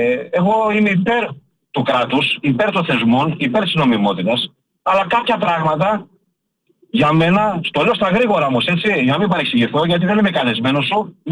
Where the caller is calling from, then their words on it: Greece; και εμείς νιώθουμε πράγματα ως Έλληνες πατριώτες